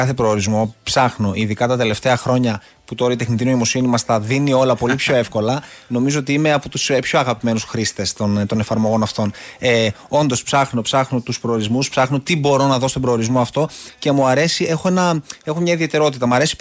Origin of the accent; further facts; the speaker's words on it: Thessaloniki, Central Macedonia, Greece; moved away as an adult; also born or lived in Komotini; now in Athens, Greece; Γεννήθηκα στη Θεσσαλονίκη, ζούσα μέχρι και πέρυσι στη Θεσσαλονίκη. Τώρα πια ζω στην Αθήνα γιατί εργάζομαι ως εκπαιδευτικός.